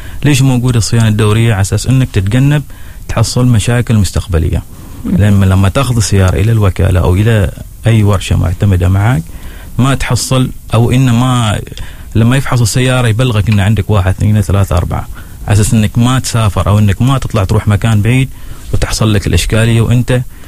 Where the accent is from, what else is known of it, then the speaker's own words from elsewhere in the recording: Oman; فنحن كعمانيين ما شاء الله فول زيد أساس أنه هذاك العامل ما عنده مشكلة